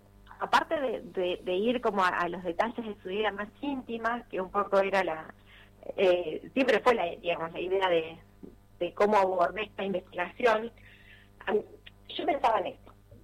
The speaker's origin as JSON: {"language": "Spanish", "region": "Salta", "country": "Argentina", "tie": "born there", "said": "Yo nací en Salta, que nací en Salta por el trabajo de mi papá, que era el petróleo."}